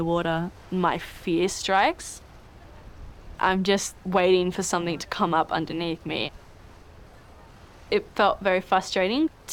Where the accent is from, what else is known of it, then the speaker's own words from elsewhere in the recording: Australia; Growing up in Australia with an Islander dad and a Latina mom, yeah, I definitely felt some cultural differences from like the typical Australian.